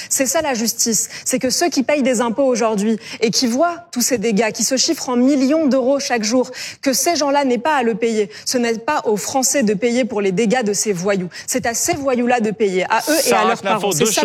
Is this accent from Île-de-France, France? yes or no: yes; Île-de-France, France; moi j'ai grandi en Seine-Saint-Denis